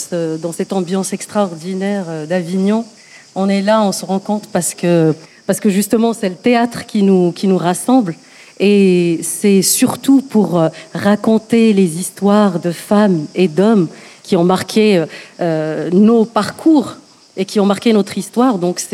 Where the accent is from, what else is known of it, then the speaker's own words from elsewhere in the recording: Morocco; now in Paris, France; moi je suis résidente marocaine en France, donc j'habite à Paris, mais je n'ai pas arrêté de nouer des liens entre le Maroc et la France.